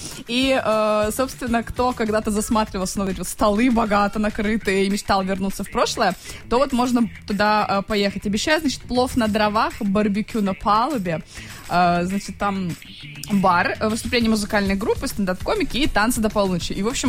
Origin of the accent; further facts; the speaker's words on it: Krasnoyarsk, Krasnoyarsk Krai, Russia; мы из Красноярска, столбанники